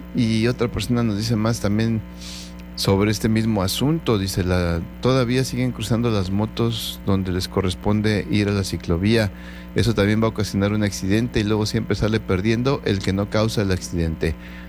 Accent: Mexico; así somos los mexicanos

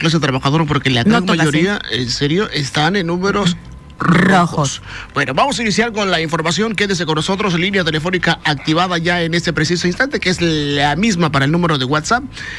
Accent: Mexico; uno la lleva en la tierra y dice, soy mexicano.

